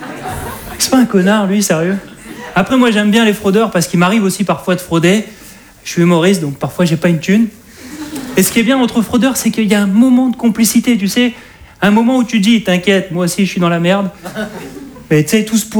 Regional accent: Hauts-de-France, France; je suis un ch'ti.

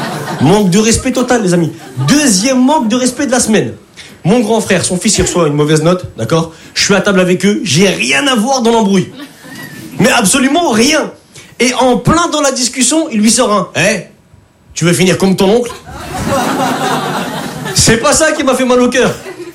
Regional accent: Lille, Hauts-de-France, France; now in Paris, France; Je viens d'arriver sur Paris, je viens de Lille.

